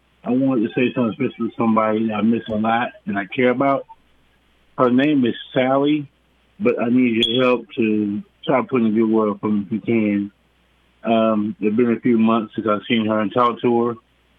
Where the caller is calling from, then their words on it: Tulsa, Oklahoma, United States; I'm calling from Tulsa, Oklahoma.